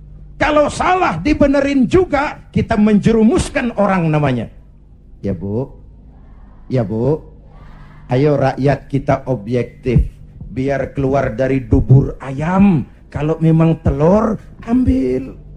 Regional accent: Indonesia; Kita rakyat Indonesia

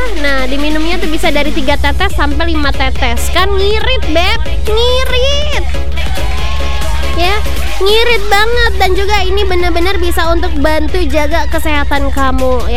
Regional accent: Lampung, Indonesia; Kita mah dari Lampung Timur, Besti.

